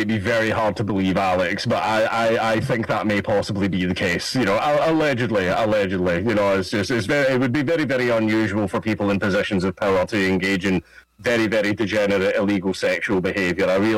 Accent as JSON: {"language": "English", "region": "Scotland", "country": "United Kingdom"}